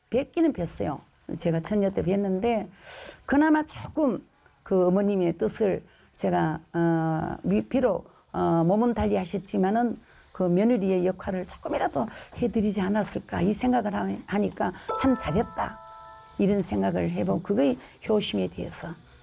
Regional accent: Cheongsong, North Gyeongsang, South Korea; moved away as an adult; now in Pohang, South Korea; 저는 청송이고 여기는 포항인데

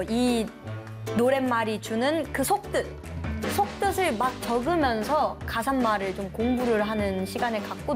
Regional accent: Daejeon, South Korea; 내가 언젠가 대전 사람으로서 이 노래를 부를 수 있는 날이 왔으면 좋겠다라고

